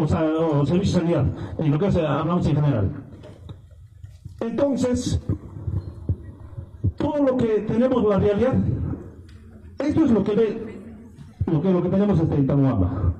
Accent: Cotabambas, Apurímac, Peru

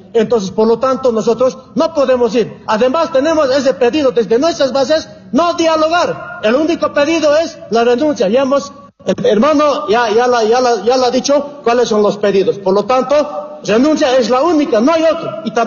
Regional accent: Bolivia; Nosotros somos pueblo boliviano también.

